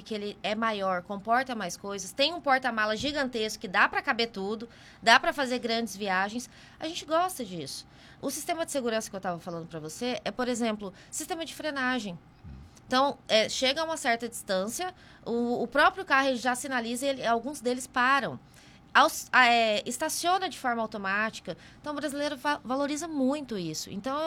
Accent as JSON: {"language": "Portuguese", "region": "Mato Grosso", "country": "Brazil", "moved": "yes", "said": "E eu vim pra cidade litorânea, eu sou lá do Mato Grosso, e eu tenho essa experiência, o porta-malas é gigantesco."}